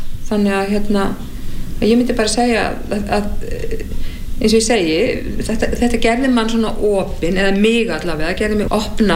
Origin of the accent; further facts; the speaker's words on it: Reykjavík, Capital Region, Iceland; Ég held að einhvers staðar hafi mér þótt að líka ákveðin lúxus að alast upp á Laugaveginum.